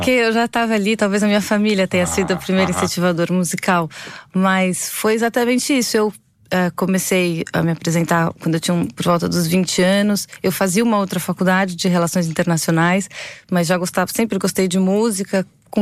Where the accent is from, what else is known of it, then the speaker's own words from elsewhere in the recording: São Paulo, Brazil; moved away as an adult; passei a vida inteira em São Paulo, vivendo na capital, aquela cidade maluca. E na pandemia a gente se mudou para uma praia no litoral norte de São Paulo.